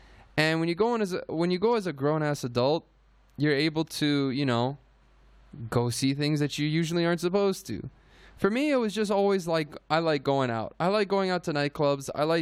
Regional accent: Canada; yo, you know what? I'm a DJ from Canada.

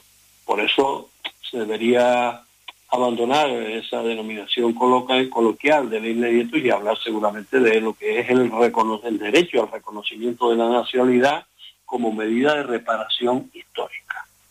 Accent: Canary Islands, Spain; en mi pueblo, por ejemplo, sin Baleo y en muchos otros de Canarias

